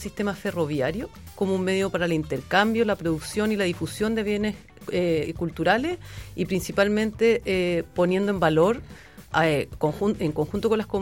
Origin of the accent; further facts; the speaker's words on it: Valparaíso, Chile; moved away as an adult; now in Santiago, Chile; ahora me fui a Santiago por pega, hijo y otras cosas, como... Ya. Pero sí, estudié acá, viví más de 20 años acá